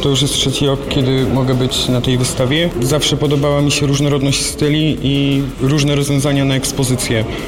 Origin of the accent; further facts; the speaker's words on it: Żnin, Kuyavian-Pomeranian Voivodeship, Poland; moved away as an adult; now in Toruń, Poland; pochodzę ze Żnina.